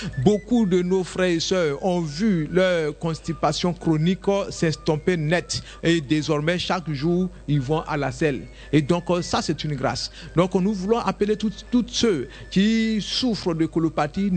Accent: Côte d’Ivoire

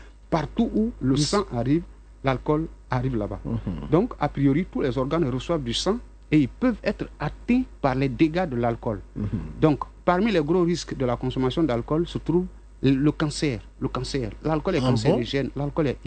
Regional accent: Côte d’Ivoire; Voilà, je suis du Grand Nord.

